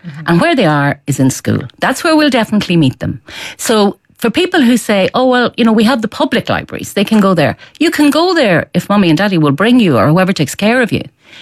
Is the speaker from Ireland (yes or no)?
yes; Galway, Connacht, Ireland; growing up in Galway, where we had a lot of street theatre with Mockness and stuff.